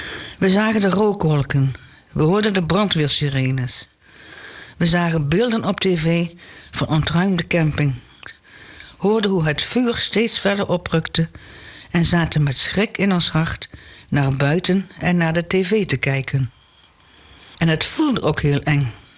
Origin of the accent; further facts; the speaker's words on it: Langenboom, North Brabant, Netherlands; born there; moved away as an adult; also born or lived in Breda; now in Venray, Netherlands; Ik ben geboren in Langeboom, in Brabants randje van de peel. Na enkele omzwervingen zijn we in Venray terechtgekomen. De echte peel.